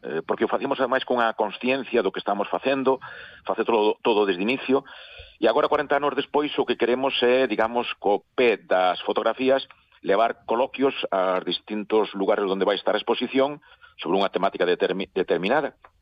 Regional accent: Verín, Galicia, Spain; Eu son de Ourense, son de Verín

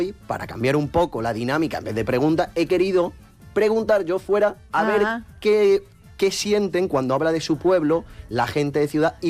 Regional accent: Andalusia, Spain; Yo no digo soy de Málaga. Ajá. Yo digo de mi pueb

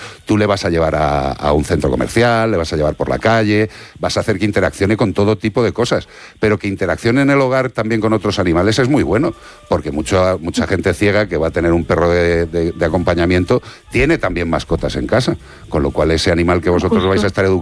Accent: Madrid, Community of Madrid, Spain; born there; yo nací, no, no, yo nací en Madrid.

